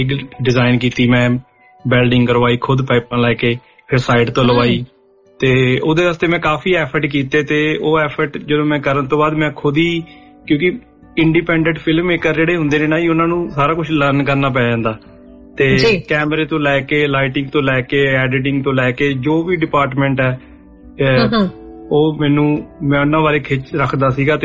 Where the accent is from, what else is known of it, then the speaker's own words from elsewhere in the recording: Poola, Punjab, India; also born or lived in Cairns; now in Melbourne, Australia; ਮੈਂ ਐਕਚੁਲੀ ਪੰਜਾਬ ਤੋਂ ਬਠਿੰਡਾ ਜ਼ਿਲ੍ਹੇ ਤੋਂ ਹਾਂ ਜੀ। ਮੇਰਾ ਪਿੰਡ ਪੂਲਾ ਬਠਿੰਡੇ ਦੇ ਬਿਲਕੁਲ ਨਜ਼ਦੀਕ